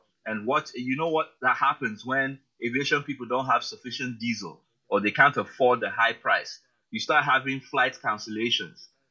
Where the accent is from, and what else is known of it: Nigeria